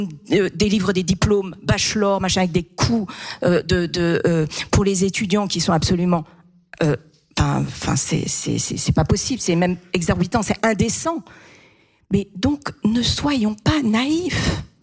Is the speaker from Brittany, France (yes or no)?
yes; Brittany, France; Forcément, je suis bretonne.